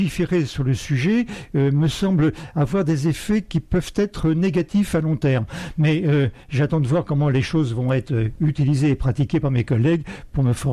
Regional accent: Paris, Île-de-France, France; born or raised there

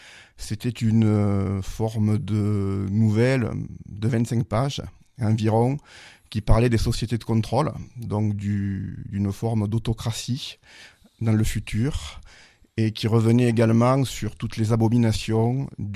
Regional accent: Marvejols, Occitanie, France; born there; also born or lived in La Canourgue; now in Mende, France; Oui, je suis né en Lozère, à Marvejols. Je suis d'origine camourguaise, ma famille vit à la Camourgue et je vis à Mende depuis quelques années.

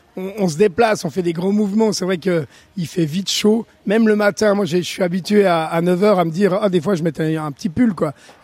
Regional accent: Switzerland; je suis suisse

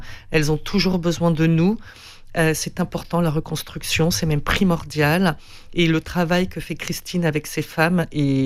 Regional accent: Paris, Île-de-France, France; now in Montpellier, France; je suis parisienne

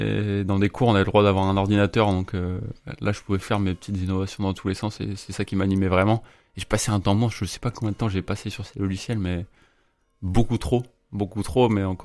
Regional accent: Brittany, France; Entre les Côtes d'Armor et l'Ille-et-Vilaine, c'est-à-dire que j'ai grandi dans les Côtes d'Armor et maintenant j'ai fait mes études en Ille-et-Vilaine, enfin à Rennes.

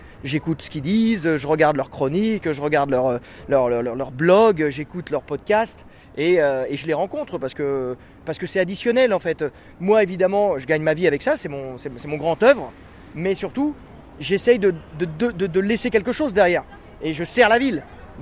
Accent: western France, France; moi je suis de l'Ouest.

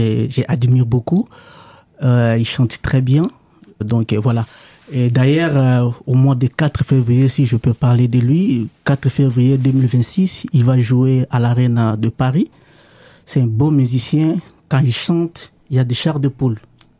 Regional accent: DR Congo; Bon, moi, ce que je peux ajouter, ça se parle chez nous, aux Congolais. Kinshasa, c'est le pays des plaisirs.

